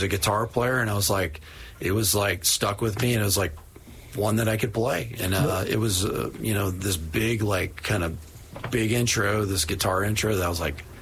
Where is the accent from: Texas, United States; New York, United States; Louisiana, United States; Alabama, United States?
Alabama, United States; also born or lived in North Carolina; Well, it's my southern roots. You know, I grew up in Alabama and North Carolina